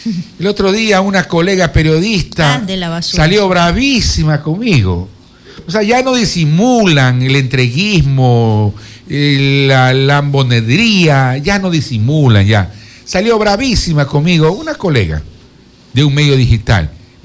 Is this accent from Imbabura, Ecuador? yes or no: no; Quevedo, Los Ríos, Ecuador; No, yo me quedo en Quevedo. Esta es mi tierra.